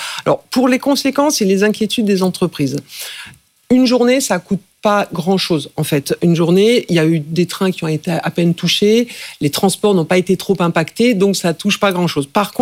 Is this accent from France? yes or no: yes; France; Donc, le ressenti, d'abord, qu'on peut avoir en tant que Français, concitoyen, c'est que, il y a le droit de faire la grève, premier sujet.